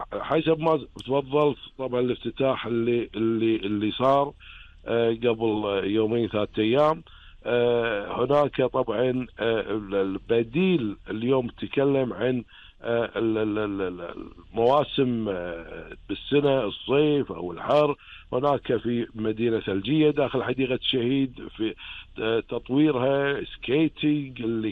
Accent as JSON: {"language": "Arabic", "country": "Kuwait", "said": "احنا ككويتيين"}